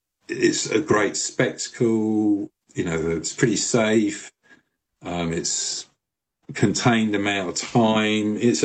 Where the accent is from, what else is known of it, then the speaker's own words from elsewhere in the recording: London, United Kingdom; and as a Londoner, I'm fascinated by at that point the biggest city in Europe, the most dynamic city.